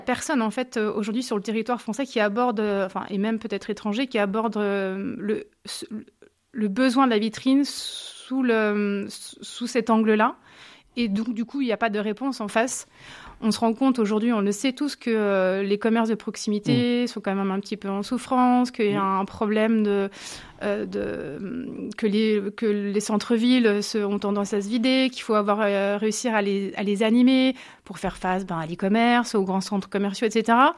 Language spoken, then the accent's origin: French; Dijon, Bourgogne-Franche-Comté, France; moved away as an adult; also born or lived in Paris; Je suis revenue m'installer à Dijon, ma ville natale